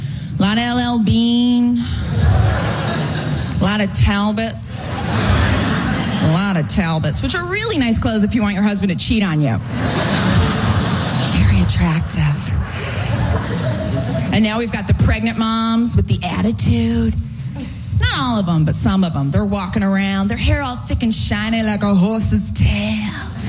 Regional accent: Midwest, United States; moved away; I am originally from the Midwest.

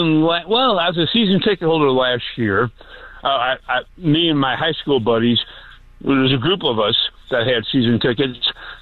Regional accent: St. Louis, Missouri, United States; moved away as an adult; also born or lived in Columbia, Missouri; I've only been back in town for 2 years. I grew up here in St. Louis.

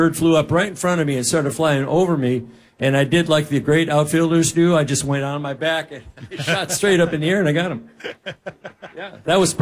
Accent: Long Lake, Minnesota, United States; I was born and raised in Long Lake

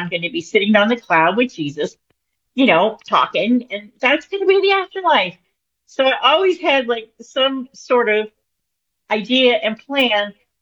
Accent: New Orleans, Louisiana, United States; but I'm from New Orleans, so I feel like that kind of comes with the New Orleans territory

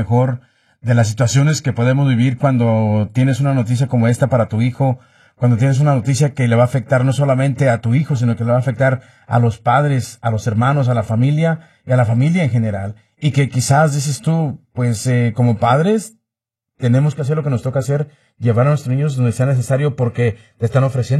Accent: Mexico; nuestro país, México, o necesidad como latinos que somos.

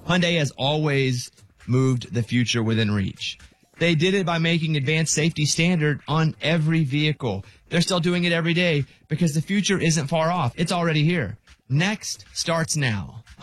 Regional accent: Arkansas, United States; I'm from Arkansas, bro.

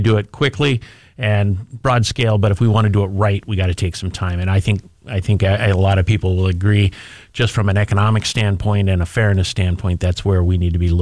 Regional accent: Yakima, Washington, United States; And I grew up in Yakima, and I know all about apples and hops.

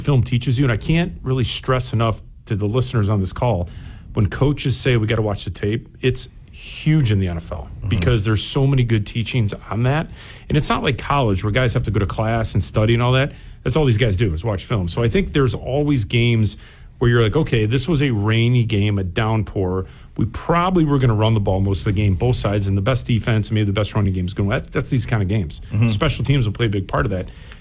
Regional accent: Cleveland, Ohio, United States; I'm born and raised in Cleveland

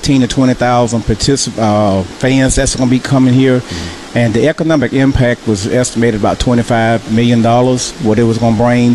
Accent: Law, Mississippi, United States; from Law, Mississippi.

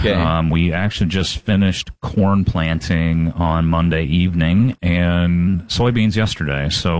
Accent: Ohio, United States; I come from North Central Ohio.

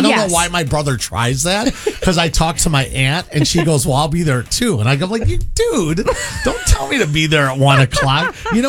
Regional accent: Addison, Illinois, United States; It was based in Addison, my hometown.

